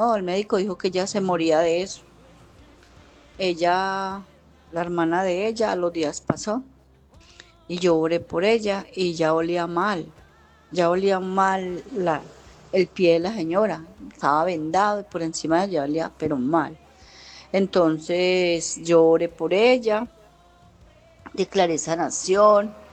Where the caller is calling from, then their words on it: Cartago, Valle del Cauca, Colombia; Buenos días, amigos de Devocional. … de Cartago Valle.